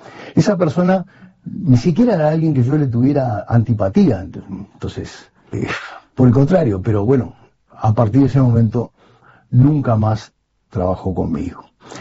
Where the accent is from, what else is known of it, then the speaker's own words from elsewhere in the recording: Uruguay; me ofende a mí como uruguayo